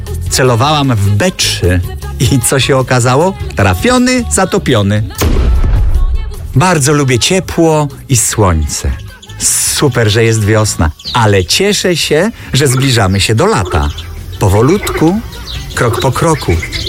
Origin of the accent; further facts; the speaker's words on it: Lublin, Lublin Voivodeship, Poland; born there; Urodziłam się w Lublinie.